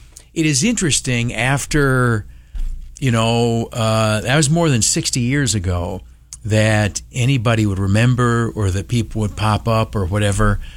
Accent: Hornell, New York, United States; born or raised there; moved away

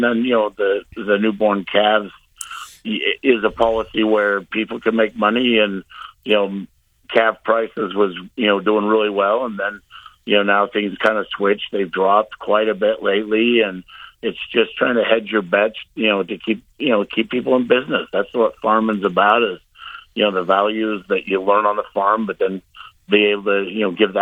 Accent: Wyoming, United States; moved away as an adult; also born or lived in Nebraska; now in Utah, United States; being in the Midwest and growing up in Western Wyoming, we grew up on a dairy farm.

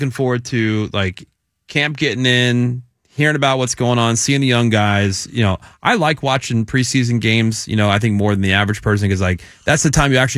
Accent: Pittsburgh, Pennsylvania, United States; now in Los Angeles, United States; this is my hometown.

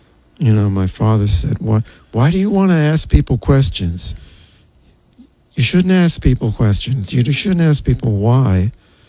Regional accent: Richmond, Virginia, United States; Richmond, Virginia.

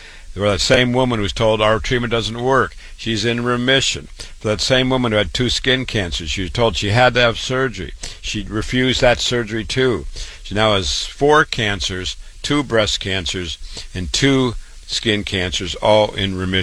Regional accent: Waterloo, Iowa, United States; I wanted to introduce myself. I was born and raised in Waterloo, Iowa. I went to public school, university, MD, real medical doctor, MD.

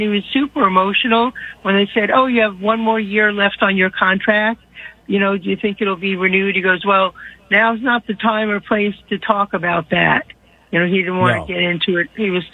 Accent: New York, United States; I mean, I'm from New York, so I have some friends and family, mostly Mets fans, but a few Yankee fans

